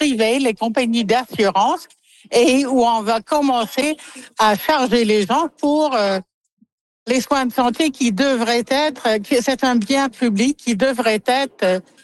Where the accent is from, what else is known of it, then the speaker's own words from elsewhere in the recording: Saskatchewan, Canada; moi je viens de la Saskatchewan, qu'est-ce qui arrive en Saskatchewan